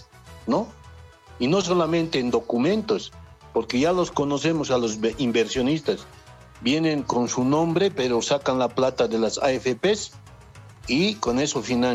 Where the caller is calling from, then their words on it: Bolivia; ¿Qué más se puede pedir como boliviano?